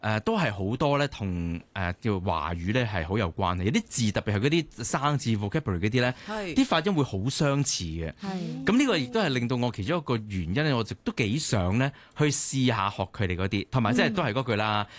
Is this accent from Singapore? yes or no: yes; Singapore; Cantonese is a second language; 咁如果你問我嘅話咧，我以前細個喺新加坡嗰度咧，其實我都係講新加坡嘅福建話多啲嘅